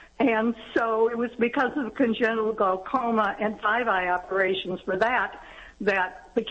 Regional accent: Illinois, United States; moved away; I am from Illinois originally.

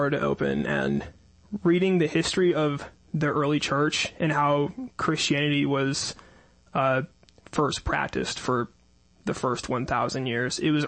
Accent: Wilmington, North Carolina, United States; moved away as an adult; now in Raleigh, United States; I grew up in Wilmington, and I'm here for college, and it was during my college journey when I found Catholicism.

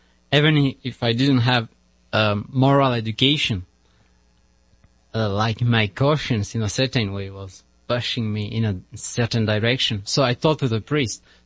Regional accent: France; English is a second language; So I'm a French friar.

